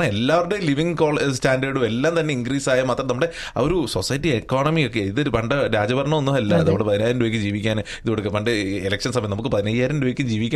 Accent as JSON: {"language": "Malayalam", "area": "Ernakulam", "region": "Kerala", "country": "India", "said": "ഇപ്പൊ ഞങ്ങളുടെ നാട്ടിൽ എറണാകുളത്തൊക്കെ ഓർഡിനറി പോകുന്നുണ്ട്"}